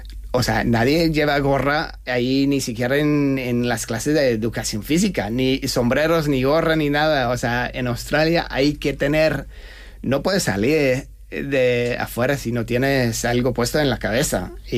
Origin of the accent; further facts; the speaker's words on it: Galicia, Spain; Yo soy de Galicia